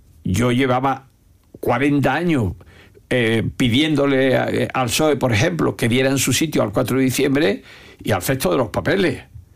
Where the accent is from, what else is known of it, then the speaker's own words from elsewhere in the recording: Andalusia, Spain; usted es español, que soy español, pues sí, lo dirá el carnet de identidad, pero mi patria, a lo que yo amo, eso en mis amores no manda nadie, mando yo, y mi patria es Andalucía